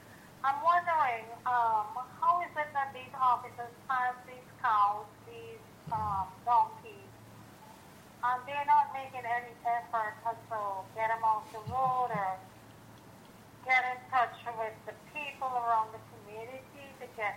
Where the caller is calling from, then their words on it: Istanbul, Turkey; I'm calling from Istanbul.